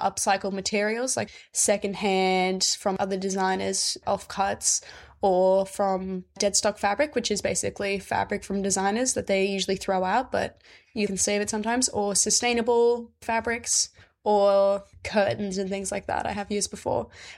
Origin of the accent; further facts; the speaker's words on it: England, United Kingdom; now in Brisbane, Australia; I'm from England.